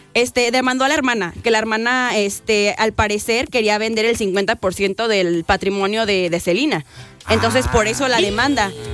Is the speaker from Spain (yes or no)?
no; Mexico; Como yo soy mexicana, yo pronuncio en mexicano.